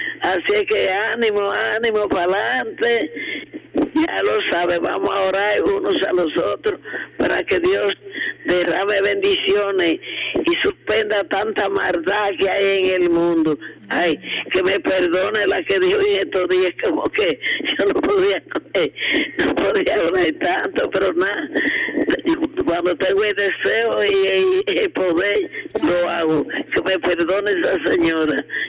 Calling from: Navarrete, Santiago, Dominican Republic; aquí en mi pueblo de Navarrete General

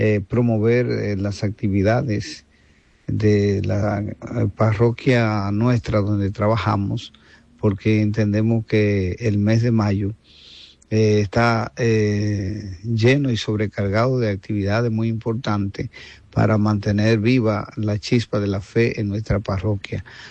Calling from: Mao, Valverde, Dominican Republic; reciba un saludo cordial de … de la ciudad de Mao.

